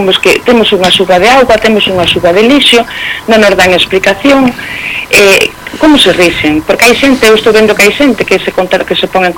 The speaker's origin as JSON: {"language": "Galician", "town": "O Irixo", "region": "Galicia", "country": "Spain", "said": "Pois son do Irixo, claro que sí que son do Irixo."}